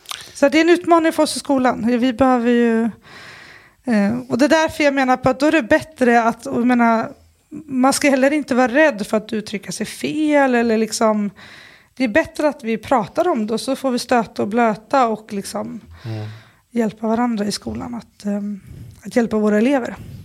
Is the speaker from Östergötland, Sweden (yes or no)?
no; Sundsvall, Västernorrland County, Sweden; Jag är uppvuxen i Sundsvall. Och sen läste jag till lärare i Falun och sen började jag jobba i Husby.